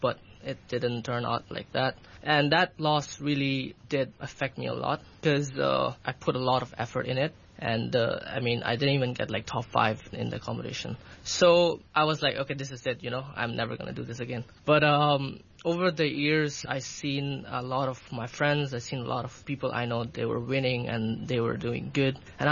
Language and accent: English; Hong Kong; I am from Pakistan, but I was born and raised here in Hong Kong. My parents are from Pakistan as well, but my dad was also raised here in Hong Kong.